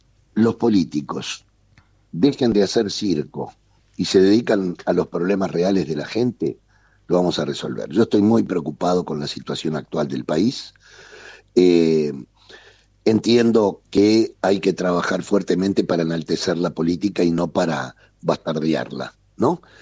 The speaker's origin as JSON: {"language": "Spanish", "region": "Montevideo", "country": "Uruguay", "tie": "born or raised there", "said": "Yo nací en Jacinto Vera. En Jacinto Vera estaba el hijo del médico y el hijo del obrero textil, el hijo del obrero. Jugábamos al fútbol en la calle juntos. Eran barrios integrados."}